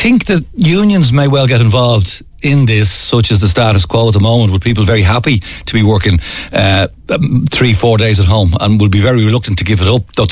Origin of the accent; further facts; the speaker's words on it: Arklow, Leinster, Ireland; now in Donegal, Ireland; I'm originally from Arklow, but I'm now living in Donegal for years now.